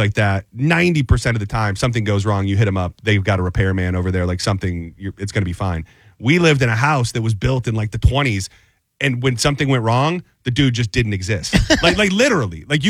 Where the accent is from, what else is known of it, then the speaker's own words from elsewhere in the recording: Michigan, United States; now in Florida, United States; Right out of my home state of Michigan, I was trying to think back, because we've lived in so many damn places.